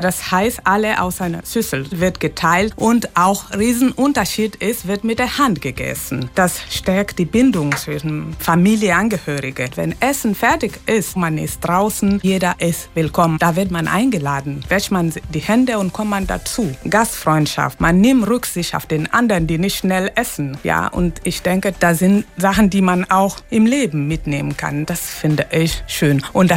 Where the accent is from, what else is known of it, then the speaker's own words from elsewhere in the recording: Conakry, Guinea; now in Siegen, Germany; Ich komme aus Guinea und bin in Conakry aufgewachsen, das ist an der Küste.